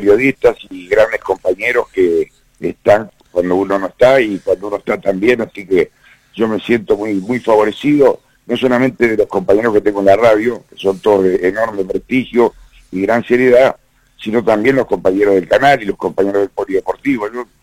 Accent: Uruguay; Somos todos uruguayos.

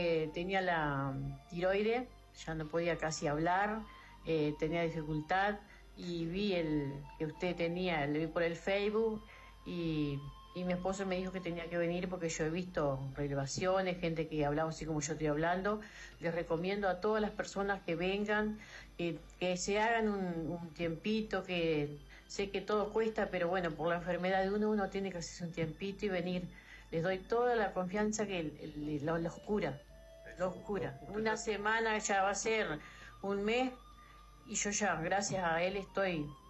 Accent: Villa Constitución, Salto, Uruguay

